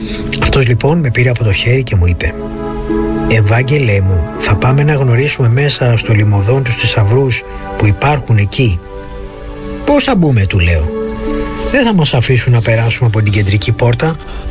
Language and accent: Greek; Mandra, Greece; στο χωριό μου στη Μάντρα